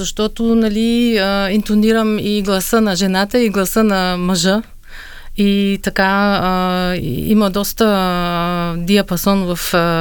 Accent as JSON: {"language": "Bulgarian", "region": "Berlin", "country": "Germany", "tie": "born or raised there", "said": "Аз съм израснала в Берлин и там съм завършила училище, средно образование в едно училище, се казва Георг Фридрих Хендел Шуле."}